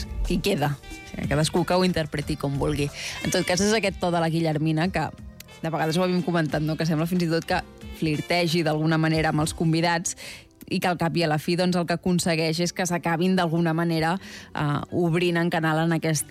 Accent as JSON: {"language": "Catalan", "region": "Catalonia", "country": "Spain", "said": "com a bons catalans que som"}